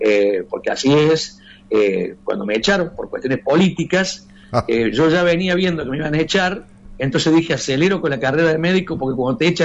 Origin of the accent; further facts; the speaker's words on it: Río Cuarto, Córdoba, Argentina; moved away as an adult; now in Córdoba, Argentina; cuando llegué a Córdoba, yo soy de Río Cuarto, la misma tierra del Turco y de Pablo Aymar